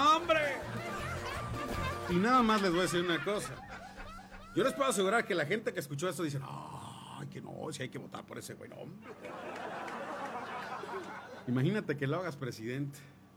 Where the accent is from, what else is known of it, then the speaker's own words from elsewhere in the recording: Mexico; somos mexicanos